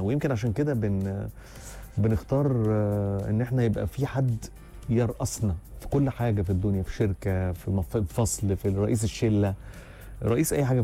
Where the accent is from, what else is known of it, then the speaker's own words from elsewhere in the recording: Egypt; مش كمصري بس